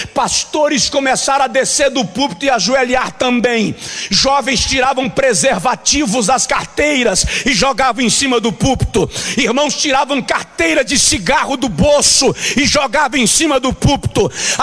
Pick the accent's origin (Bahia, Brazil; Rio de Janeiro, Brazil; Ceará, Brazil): Bahia, Brazil; Eu vim da Bahia, tenho nada a ver com nada, eu sou apenas a boca.